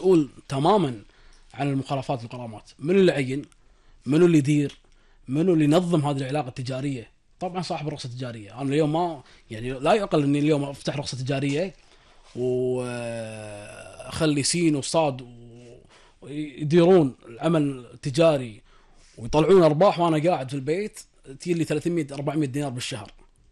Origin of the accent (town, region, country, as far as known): Kuwait